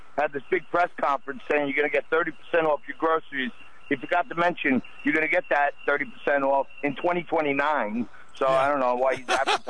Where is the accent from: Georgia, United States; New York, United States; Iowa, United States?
New York, United States; Staten Island; also born or lived in Manhattan; I'm a New York City boy through and through. I was born in Manhattan. I'm raised in Staten Island.